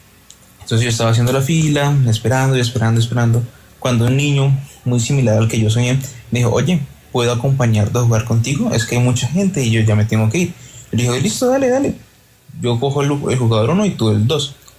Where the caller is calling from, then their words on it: Bogotá, Colombia; En este momento me encuentro en Bogotá